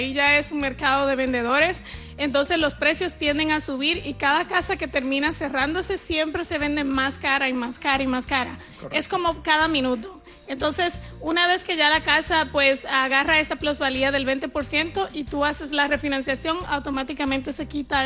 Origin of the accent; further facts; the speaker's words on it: Dominican Republic; Así somos los dominicanos.